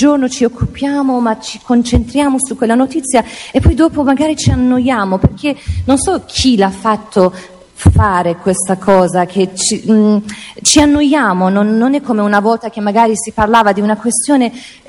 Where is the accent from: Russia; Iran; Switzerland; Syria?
Iran; Kurdistan; Italian is a second language; moved away as an adult; now in Italy; io quando sono partita ho lasciato il mio paese, ho detto basta, io dopo 30 anni